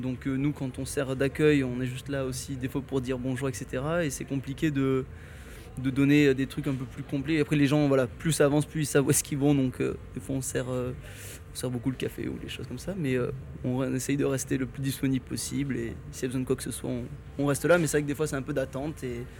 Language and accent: French; Montcuq, Occitanie, France; Et voilà, de base je suis de Montcuq.